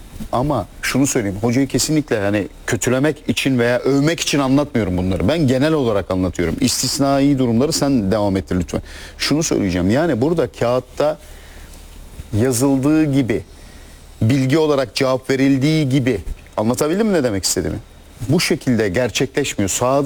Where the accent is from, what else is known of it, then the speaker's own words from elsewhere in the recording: Alaşehir, Manisa, Turkey; Kendi kendime dedim ki Allah'ım, daha önce buraya acaba dedim bir Alaşehirli gelmiş midir? Ben Alaşehirliyim diye.